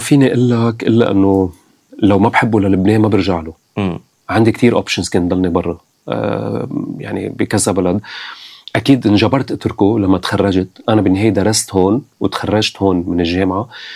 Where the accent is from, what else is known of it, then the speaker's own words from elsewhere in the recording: Saudi Arabia; also born or lived in United Arab Emirates; وأنا ربيت بالسعودية والإمارات فتعلمت هذا أنا وصغير أنه عايش المشترك مع عالم، هو شو ما كان دينه ما عنا مشكلة.